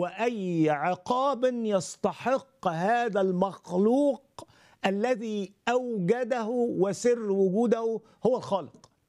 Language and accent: Arabic; Egypt